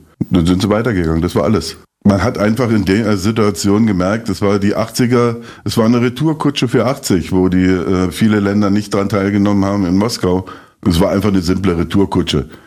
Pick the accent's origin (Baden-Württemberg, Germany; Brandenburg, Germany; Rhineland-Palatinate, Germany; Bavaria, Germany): Brandenburg, Germany; Eisenhüttenstadt; Eisenhüttenstadt, Breslau gut, wo ich aufgewachsen bin als Stift, war schon eine sehr spezielle Geschichte.